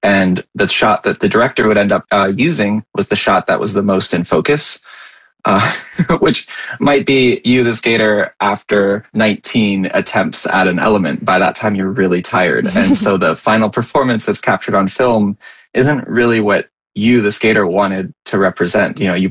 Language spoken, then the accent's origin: English; Los Angeles, California, United States; I grew up in Los Angeles. That's where I started to skate.